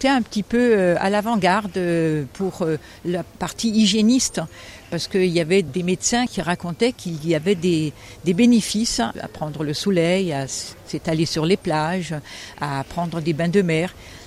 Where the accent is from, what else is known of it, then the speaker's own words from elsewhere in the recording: Toulon, Provence-Alpes-Côte d'Azur, France; born there; je suis née à Toulon